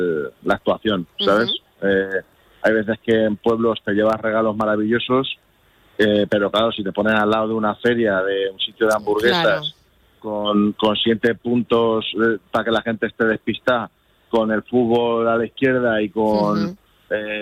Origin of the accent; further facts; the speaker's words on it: Villarrobledo, Castilla-La Mancha, Spain; Yo soy de Villarroledo